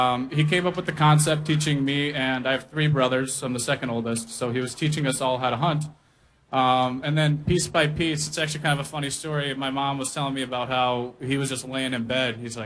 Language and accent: English; Sioux Falls, South Dakota, United States; Growing up in Sioux Falls, my dad taught me and all my brothers how to hunt.